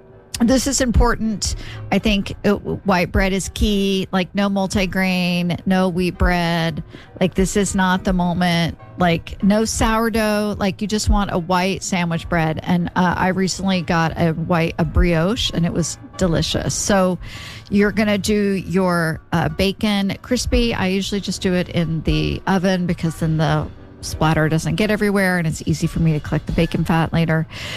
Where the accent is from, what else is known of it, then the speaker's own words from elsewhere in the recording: Oklahoma, United States; now in New Jersey, United States; growing up in Oklahoma, I ate BLTs. I love BLTs, but I did not really know what a real BLT was until I moved to Jersey and I had Jersey tomatoes.